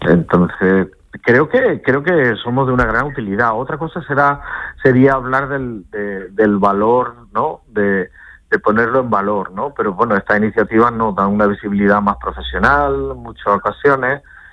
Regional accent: Linares, Andalusia, Spain; Y además yo soy de Linares, y entonces como es Jaén, pues también pues me llevo cosas para mi pueblo

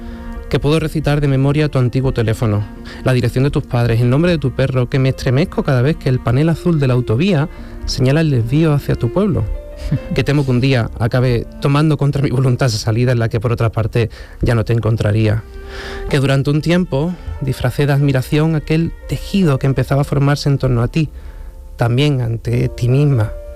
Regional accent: Huelva, Andalusia, Spain; muchos andaluces, sobre todo los que somos fronterizos, ya sea que yo soy de Huelva

